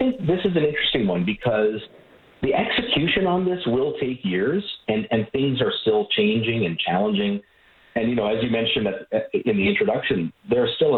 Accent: Edmonton, Alberta, Canada; I'm actually originally from Edmonton

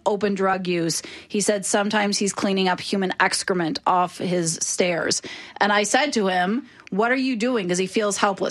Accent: Alberta, Canada; My family is spread out around this country. It is where I grew up. I am Canadian first, Albertan second, and I am pro-Canada.

